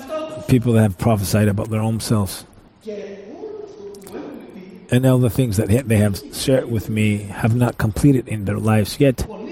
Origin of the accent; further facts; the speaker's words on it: Rhodes, South Aegean, Greece; English is a second language; moved away; also born or lived in Heraklion; within a year I was in Heraklion from Rhodes, what was my homeland.